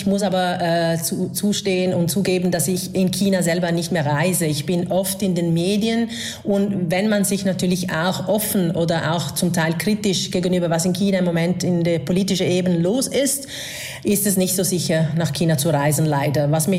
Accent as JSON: {"language": "German", "town": "Venice", "region": "Veneto", "country": "Italy"}